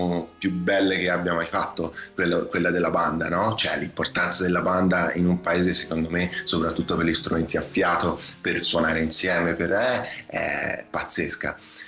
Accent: Cecina, Tuscany, Italy; born there; now in Vico Pisano, Italy; io sono nato a Cecina, che è una città, diciamo, di mare, e ora sto a Pisa, cioè a Vico Pisano

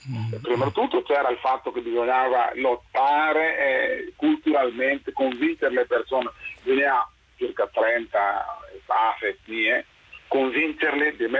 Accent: Guinea; nel mio paese, sì, in Guinea, sì.

